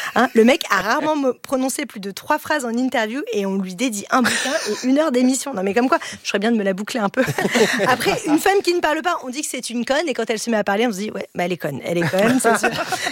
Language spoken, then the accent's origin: French; Moulins-lès-Metz, Grand Est, France; Moi, j'ai grandi en Lorraine, tu me dis, vous êtes française ou italienne ? Je viens de Moulins-les-Metz.